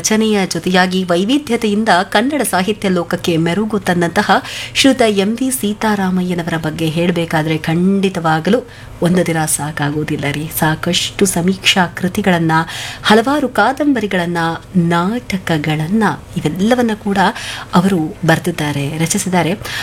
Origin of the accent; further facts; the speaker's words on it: Karnataka, India; ನಾವು ಕನ್ನಡಿಗರು ಬಹಳ ಹೆಮ್ಮೆ ಪಡುವಂತಹ ಒಬ್ಬ ಲೇಖಕರ ಕುರಿತಾದಂತಹ ದಿನ ಇವತ್ತು.